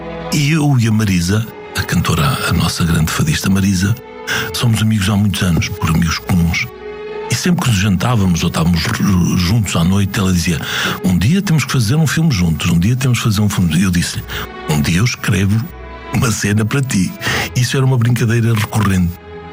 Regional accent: Portugal; Eu viajo muito e já passei muito tempo fora do país, já vivi fora, e nesse meu tempo pela diáspora

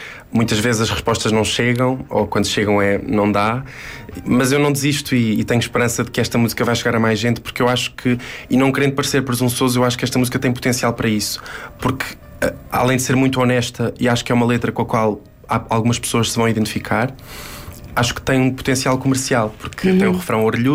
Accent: Figueira da Foz, Centro, Portugal; um amigo meu da Figueira da Foz, que é a minha cidade natal

